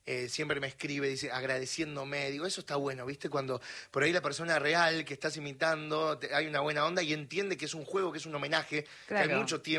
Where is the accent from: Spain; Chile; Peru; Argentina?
Argentina; Lomas de Zamora, Buenos Aires Province; yo soy de Lomas de Zamora, de sí. Zona